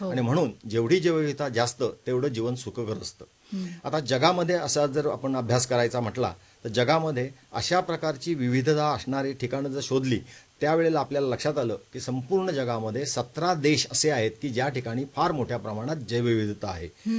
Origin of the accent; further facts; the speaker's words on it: Maharashtra, India; माझं बालपण रत्नागिरी जिल्ह्यात गेलं. या रत्नागिरी जिल्ह्यात माझं आजोळ चिपळूण तालुक्यात होतं.